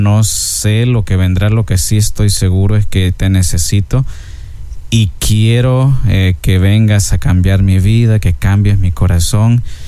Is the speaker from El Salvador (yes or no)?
yes; Chinameca, San Miguel, El Salvador; es un salvadoreño, vivo en El Salvador, en un pueblito que lleva por nombre Chinameca, en el oriente del país.